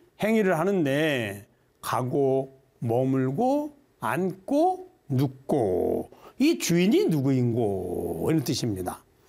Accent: Gyeongsang, South Korea; accent: Gyeongsang dialect; 그래서 이 먹고 약간 저 우리 경상도 사투리가 섞여 있습니다.

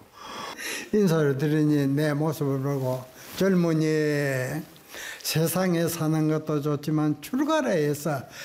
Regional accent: Namhae, South Gyeongsang, South Korea; born there; 산성은 경남 그 남해 절이지요. 들어오는 입구의 그 마을에서 태어났습니다.

